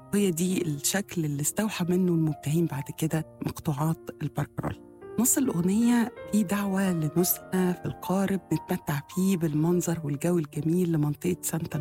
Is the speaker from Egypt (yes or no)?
yes; Egypt; فإحنا كمصريين